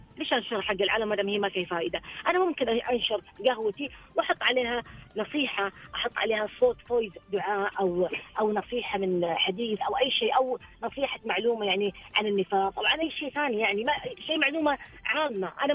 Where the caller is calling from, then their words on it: Dammam, Eastern Province, Saudi Arabia; من الدمام.